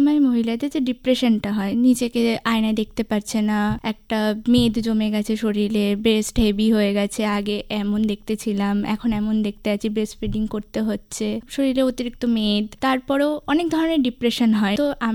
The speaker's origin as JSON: {"language": "Bangla", "town": "Siliguri", "region": "West Bengal", "country": "India", "said": "আমি শিলিগুড়ি থেকে এসেছি।"}